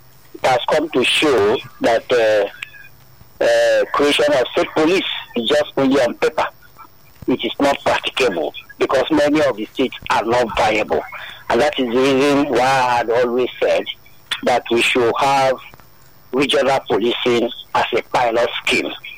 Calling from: Nigeria; I'm calling from Abanja, Nikoso.

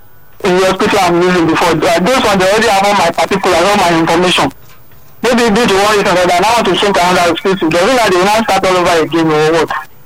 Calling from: Lagos, Nigeria; from Alagbadu.

